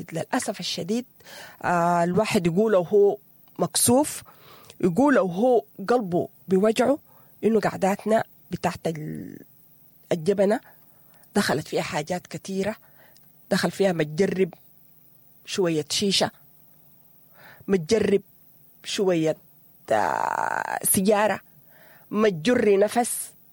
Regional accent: Sudan

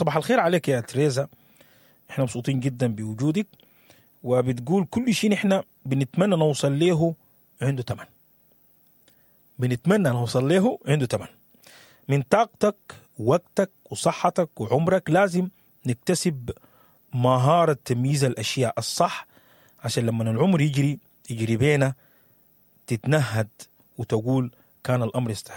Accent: Sudan; moved away; قصة ديك رجعت لنا لما إحنا نزحنا ولما إحنا مرقنا من السودان

